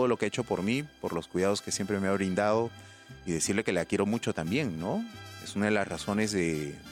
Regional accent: Arequipa, Peru; moved away; yo soy de Arequipa.

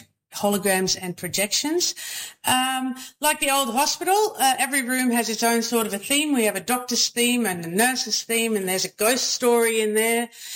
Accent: Netherlands; moved away as an adult; also born or lived in Cloncurry; now in Thargomindah, Australia; And I'm from Holland, from the Netherlands.

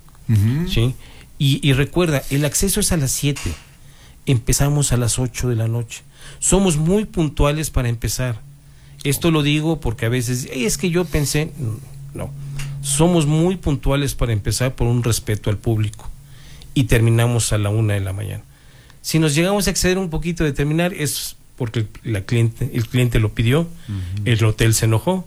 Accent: Mexico; Como mexicanos, nuestra música es el mariachi.

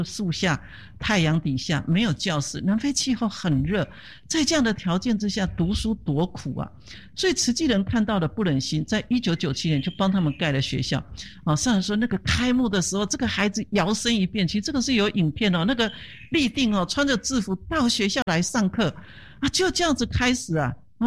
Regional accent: Taiwan; 我们台湾人的确天天洗澡

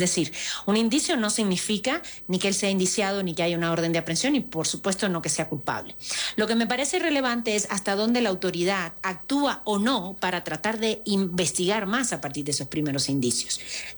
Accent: Cuba; born there; moved away; yo pues nací en Cuba y es parte del discurso con el que yo crecí

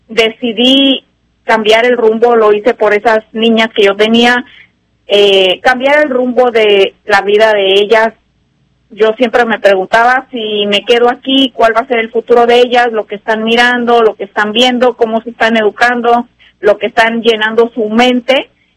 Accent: Michoacán, Mexico; moved away as an adult; now in Fresno, United States; el estado de donde yo soy, que es el estado de Michoacán.

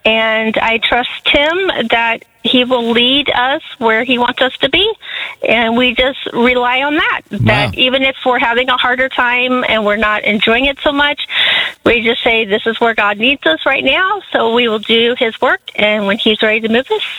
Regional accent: Illinois, United States; I grew up in Southern Illinois, and the humidity is awful. I do not miss it.

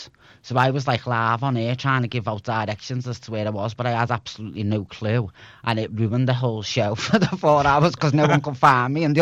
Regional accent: Liverpool, North West England, United Kingdom; also born or lived in China

